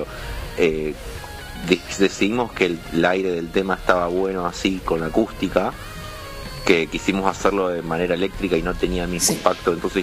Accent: Rojas, Buenos Aires Province, Argentina; now in Rosario, Argentina; un rojense. En este caso sería yo, pero hace 10 años ya que vivo en Rosario.

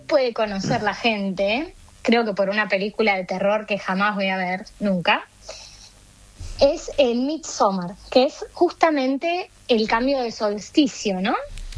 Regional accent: Argentina; somos todos argentinos

